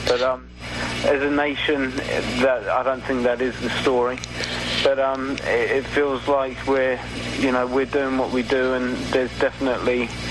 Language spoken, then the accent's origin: English; Rustington, South East England, United Kingdom; we're all from a little town on the south coast of England called Rustington, and we all live within about 5 minutes walking distance of each other.